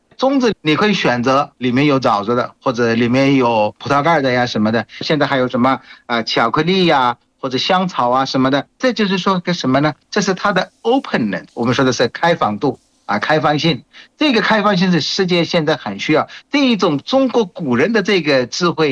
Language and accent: Chinese; Bangladesh; Chinese is a second language; 是广西有个很漂亮的民族，跟我们那个孟加拉的游牧民一样的，他是生活在船上面